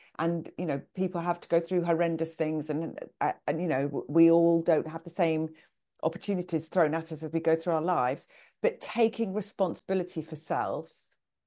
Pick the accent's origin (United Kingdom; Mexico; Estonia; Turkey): United Kingdom; now in United States; I come from the UK